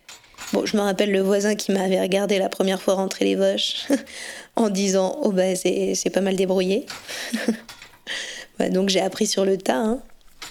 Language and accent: French; Ouroux, Auvergne-Rhône-Alpes, France; also born or lived in Lyon / Beaujeu; je suis native d'Ouroux, dans le Rhône, donc c'est pas très loin d'ici. Il y avait les fermes à côté, mais je n'ai pas grandi, moi, dans une ferme.